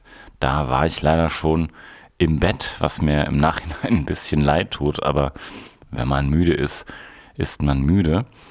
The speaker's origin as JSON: {"language": "German", "town": "Wuppertal", "region": "North Rhine-Westphalia", "country": "Germany", "tie": "born or raised there", "said": "Und ich hatte das Glück, ihn kennenzulernen in Wuppertal, in meiner Heimatstadt."}